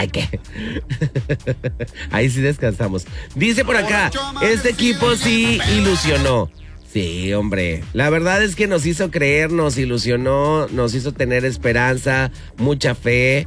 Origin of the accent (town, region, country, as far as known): Mexico